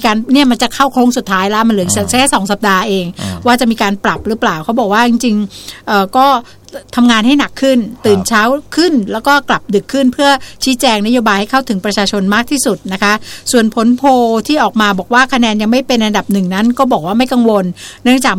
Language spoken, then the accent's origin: Thai; Bangkok, Thailand; born there; เจริญกรุง85ไม่อยากจะบอกว่าเป็นถิ่นกำเนิดดิฉัน